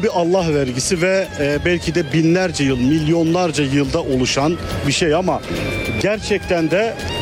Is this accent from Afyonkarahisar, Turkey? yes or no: yes; Afyonkarahisar, Turkey; Şimdi mermerin beşi Afyon Karahisar derler abi. Ben de Afyonluyum.